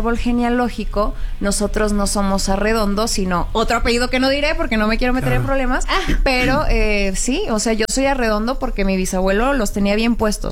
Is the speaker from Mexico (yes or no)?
yes; Chihuahua, Mexico; pero todos somos de Chihuahua. O sea, yo no conozco a alguien que venga de otro lado.